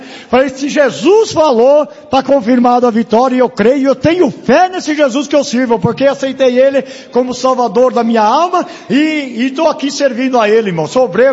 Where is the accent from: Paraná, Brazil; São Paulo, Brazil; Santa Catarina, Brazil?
São Paulo, Brazil; Jundiaí; aí vem uma irmã abençoada lá de Louveira, nós somos de Jundiaí, usada por Deus, né?